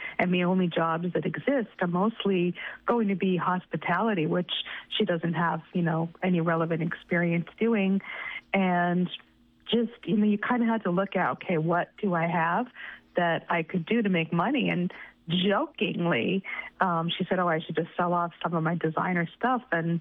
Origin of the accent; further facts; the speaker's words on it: Massachusetts, United States; I grew up on Cape Cod, which is a beautiful place. I've written some books set there too.